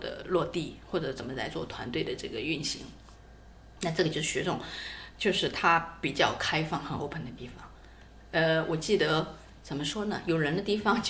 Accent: Jiangsu, China; 然后你知道我是江苏人，

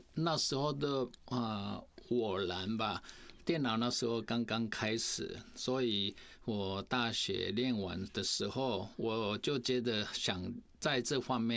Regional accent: Tainan, Taiwan; moved away as an adult; also born or lived in Taipei; now in United States; 我是南部长大的，在台南县，我们算是台南那边的黎明初中，那高中念凤和高中，然后大学才北

